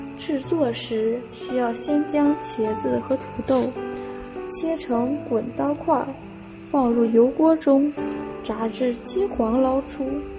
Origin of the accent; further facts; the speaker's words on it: Northeast China, China; 作为一个土生土长的东北人